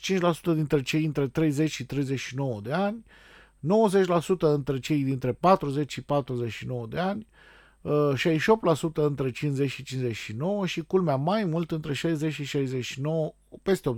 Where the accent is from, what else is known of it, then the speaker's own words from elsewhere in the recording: Romania; nu neapărat noi ca români, dar noi în general în Europa